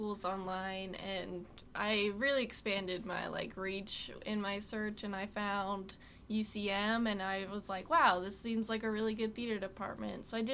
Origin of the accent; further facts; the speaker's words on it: Beatrice, Nebraska, United States; moved away as an adult; now in Warrensburg, United States; I'm from Beatrice, Nebraska.